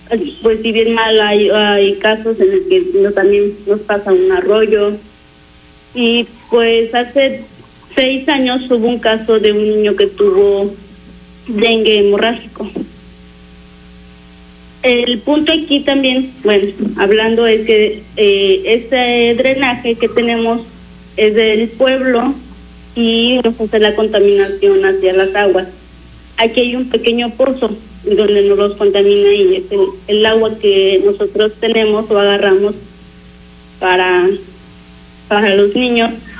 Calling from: Ayotoxco de Guerrero, Puebla, Mexico; Hablo de la comunidad de Buenavista, el municipio de Ayotosco, de Guerrero, Puebla.

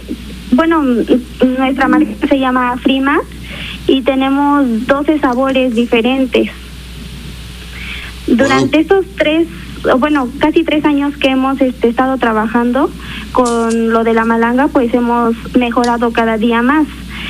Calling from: San Juan Xiutetelco, Puebla, Mexico; Somos aquí de San Juan, Xutetelco.

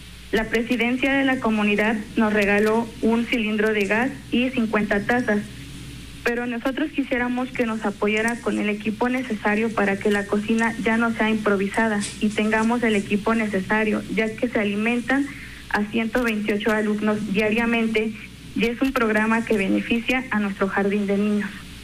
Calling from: Ahuazotepec, Puebla, Mexico; De Aguazotepec, Puebla.

